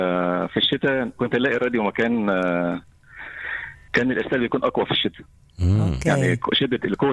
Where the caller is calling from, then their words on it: Mansoura, Dakahlia, Egypt; المنصورة من مصر